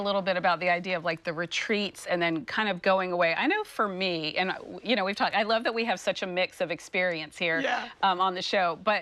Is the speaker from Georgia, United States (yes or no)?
yes; Georgia, United States; So I'm from Georgia